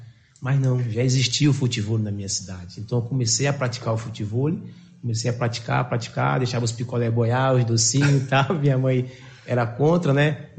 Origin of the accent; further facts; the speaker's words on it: União dos Palmares, Alagoas, Brazil; Eu sou do interior de Alagoas, né? De uma cidade chamada União dos Palmares, terra de Zumbi dos Palmares.